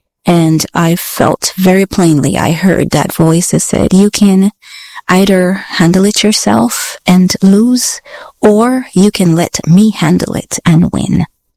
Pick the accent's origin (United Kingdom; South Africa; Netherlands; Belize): Belize; moved away as an adult; now in United States; Belize is my home country. That's where my family is, my friends, everybody's at.